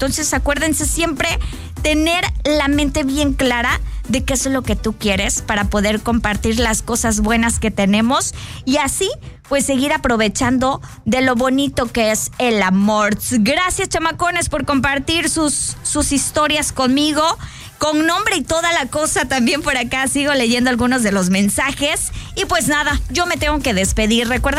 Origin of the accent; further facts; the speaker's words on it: Actopan, Mexico; moved away; hasta mi bella tierra de El Mango les mando un abrazo, mi Actopan precioso.